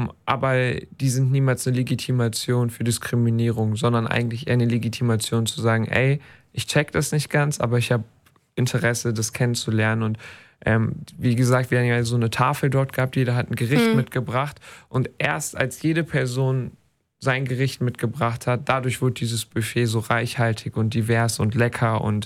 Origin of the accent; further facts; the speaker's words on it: Wuppertal, North Rhine-Westphalia, Germany; also born or lived in South America; ich bin aus Südamerika als kleines Kind hier hingekommen und wir hatten jetzt nicht so eine große Community, in die wir reingehen konnten. Und nur weil mein Vater Deutsch war, hatten wir aber einen sehr guten Zugang zur deutschen Community.